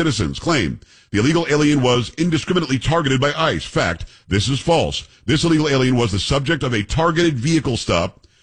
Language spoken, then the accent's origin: English; Florida, United States; I know a lot of people in San Antonio say Perez. I say Perez. I grew up in South Florida.